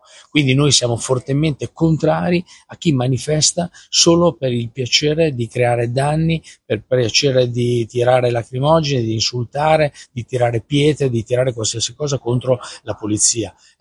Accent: Piedmont, Italy; anche da piemontese

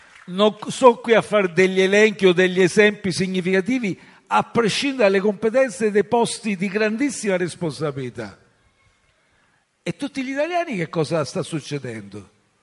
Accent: Volturara Appula, Apulia, Italy; born there; moved away; io sono nato a Voltura Rappula, qui vicino

